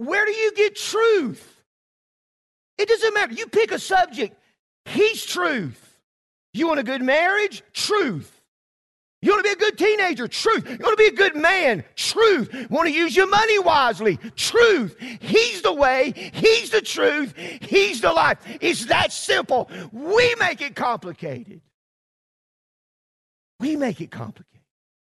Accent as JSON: {"language": "English", "country": "United States", "said": "Now, I'm an American."}